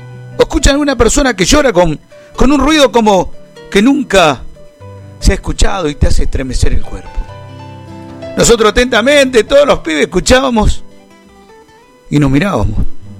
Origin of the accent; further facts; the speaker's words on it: Carcarañá, Santa Fe, Argentina; Mi pueblo, mi ciudad carcaranía.